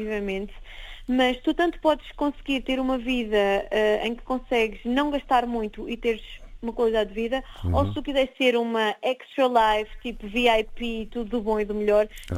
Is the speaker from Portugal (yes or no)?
yes; Portugal; Eu sou portuguesa, nós somos portugueses, nós gostamos de comer bem